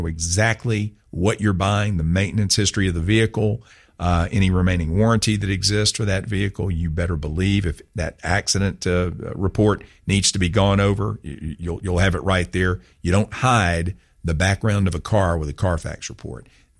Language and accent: English; Augusta, Georgia, United States; I grew up in National Hills. Washington Road was right there.